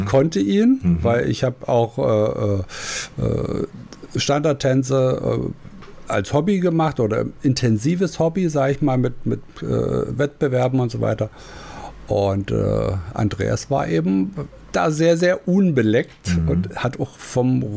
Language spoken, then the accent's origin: German; Zwickau, Saxony, Germany; wir hatten eine Tanzschule bei uns in Zwickau und da gab es ein großes Kulturhaus.